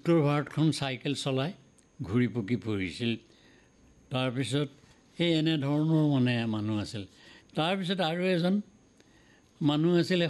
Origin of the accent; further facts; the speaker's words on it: Jamuguri, Assam, India; also born or lived in Kaliabor; মোৰ সাহিত্যৰ প্ৰতিটো আগ্ৰহ সৰুৰে পৰাই হৈছিল।